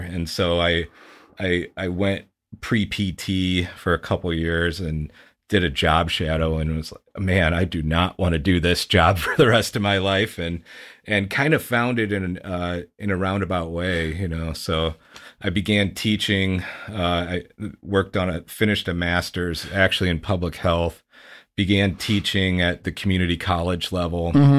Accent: Bettendorf, Iowa, United States; had a great childhood growing up in Bettendorf. My grandparents actually still had a farm, if you can believe that, on State Street in Bettendorf

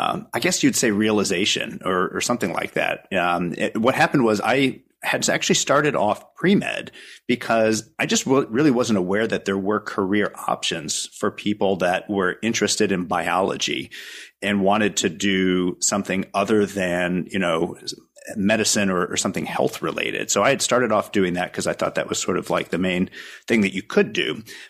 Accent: Champaign, Illinois, United States; moved away; So my family moved to Champaign when I was, I guess, about 4 years old. And so I grew up there and then went to high school at Uni High in Urbana.

